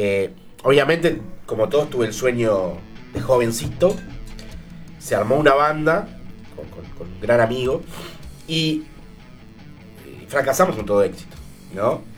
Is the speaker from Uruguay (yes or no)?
yes; Parque del Plata, Canelones, Uruguay; now in Atlántida, Uruguay; Yo soy de Parque del Plata Norte. Digo, si tengo que definir, sí. Soy de Parque del Plata Norte, de la estación Parque del Plata. Bien cerquita del arroyo, Solís Chico. Los avatares de la vida me han ido llevando por diferentes lugares y ahora volví a Atlántida, muy cerquita de Parque del Plata